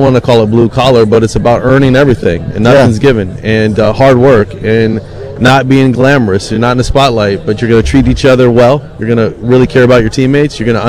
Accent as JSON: {"language": "English", "region": "Pacific Northwest", "country": "United States", "tie": "born or raised there", "said": "I grew up in the Pacific Northwest"}